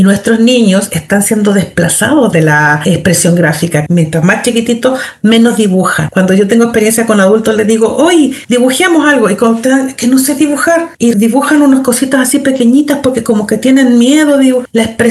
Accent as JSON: {"language": "Spanish", "town": "Santiago", "region": "Santiago Metropolitan Region", "country": "Chile", "moved": "yes", "lives_now": "southern Chile", "said": "soy santiaguina, que me vine al"}